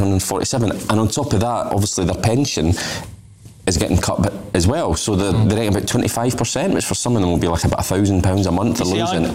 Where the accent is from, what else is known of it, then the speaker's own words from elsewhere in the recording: Scotland, United Kingdom; I know I'm Scottish and miserable